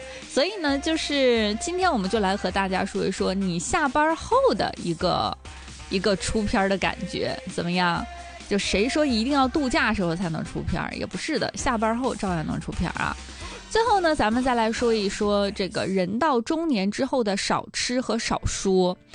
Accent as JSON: {"language": "Chinese", "area": "Yanbian", "region": "Jilin", "country": "China", "tie": "born or raised there", "moved": "yes", "said": "我老家是延边的嘛，就吉林省延边州"}